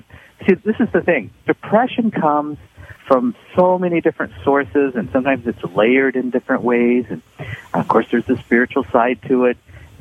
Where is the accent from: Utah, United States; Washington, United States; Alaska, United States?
Washington, United States; Seattle; Well, you do 20. I'm from Seattle. People drink coffee here.